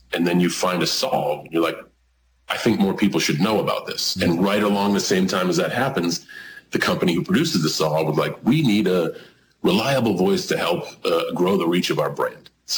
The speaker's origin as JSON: {"language": "English", "region": "New England", "country": "United States", "said": "We're all from New England."}